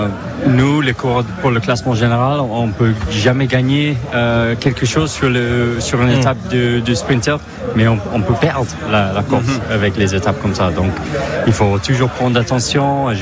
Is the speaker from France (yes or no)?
no; England, United Kingdom; French is a second language; je suis anglais